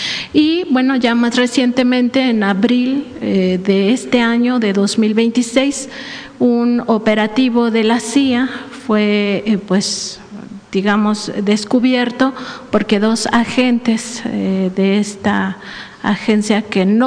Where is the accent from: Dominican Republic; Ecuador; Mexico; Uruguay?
Mexico; también es verdad que hay cosas que no podemos tolerar como país, como pueblo mexicano